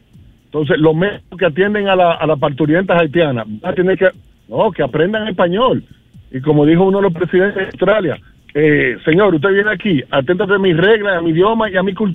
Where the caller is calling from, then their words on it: Dominican Republic; nosotros somos dominicanos.